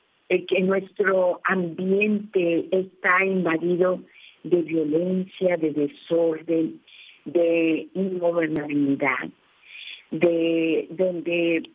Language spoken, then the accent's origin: Spanish; Mexico; como mexicanos nos sentimos apocados